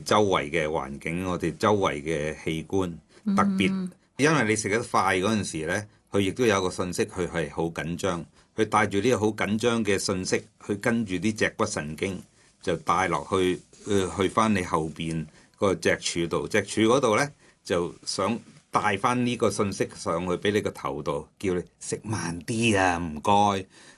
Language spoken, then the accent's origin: Cantonese; Hong Kong; 我哋香港人咧就系真系非常忙碌嘅